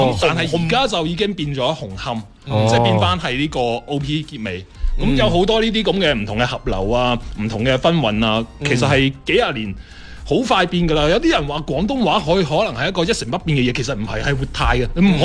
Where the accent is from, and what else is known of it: Guangdong, China